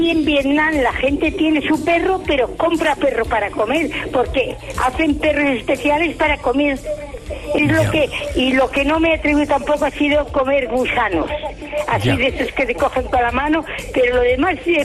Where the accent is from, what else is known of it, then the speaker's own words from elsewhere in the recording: Bilbao, Basque Country, Spain; now in Madrid, Spain; Porque soy de Bilbao y … yo como estilo mi tierra.